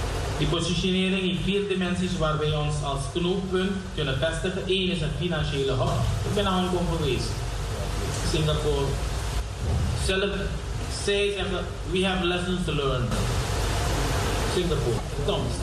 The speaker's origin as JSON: {"language": "Dutch", "town": "Delft", "region": "South Holland", "country": "Netherlands", "said": "natuurlijk heb ik ook met de mensen hier in Delft, van waar ik kom. TU Delft en in RH, Delft, Wageningen."}